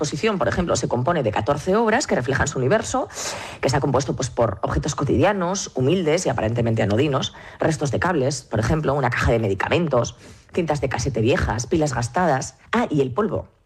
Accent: Zaragoza, Aragon, Spain; Muy buenos días, pues mira, yo estoy en Zaragoza, en mi tierra.

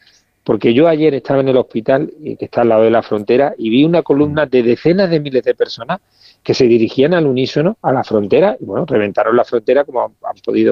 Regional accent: Spain; mucho pesar, como español también, ¿no?

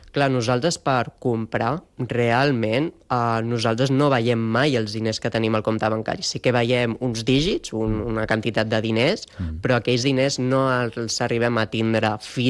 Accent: Catalonia, Spain; aquí els que som de Barcelona o al voltants

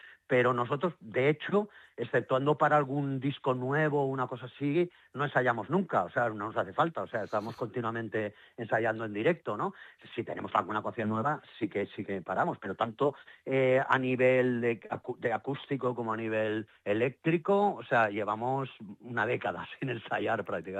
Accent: Valencia, Valencian Community, Spain; yo soy valenciano, vivo en Valencia, y me encanta volver a casa

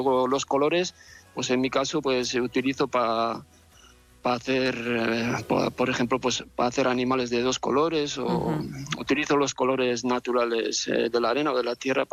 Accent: Azpeitia, Basque Country, Spain; yo como soy del País Vasco

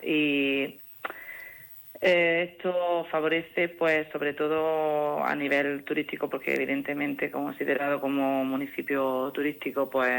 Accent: Nigüelas, Andalusia, Spain; Sí, soy de Nigüelas.

